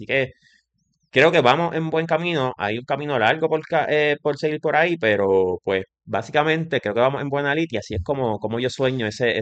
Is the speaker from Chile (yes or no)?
no; Castañer, Puerto Rico; moved away; Yo soy orgullosamente, no nacido, pero criado en Castañer. Mi familia, de la generación ya de mis abuelos por ambas partes, nacieron y crecieron allí.